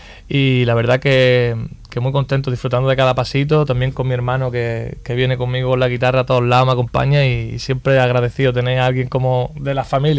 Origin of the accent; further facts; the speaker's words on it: Álora, Andalusia, Spain; desde los 8 añitos que empecé a tocar la trompeta en la … de mi pueblo.